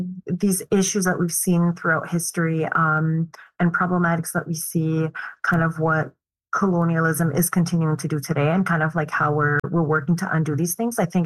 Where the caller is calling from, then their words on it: Montreal, Quebec, Canada; And I also, I'm speaking from Montreal.